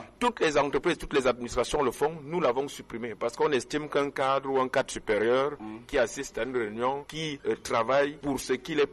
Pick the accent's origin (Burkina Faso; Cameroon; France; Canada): Cameroon; Je confirme que je suis camerounais. Je n'ai jamais accepté d'être français. J'aurais pu. Donc, je suis camerounais.